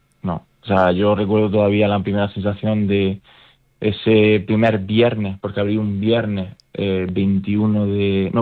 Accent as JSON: {"language": "Spanish", "town": "Motril", "region": "Andalusia", "country": "Spain", "said": "por mi tierra, por Motril"}